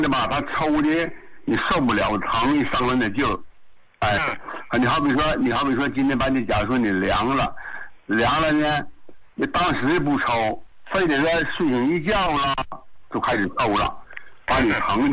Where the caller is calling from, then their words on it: Qinhuangdao, Hebei, China; 我是那个秦皇岛的。